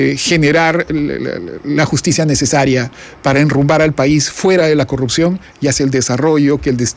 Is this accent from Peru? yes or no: yes; Peru